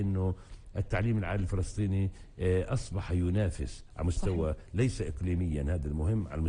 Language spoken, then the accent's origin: Arabic; Palestine; عندنا في فلسطين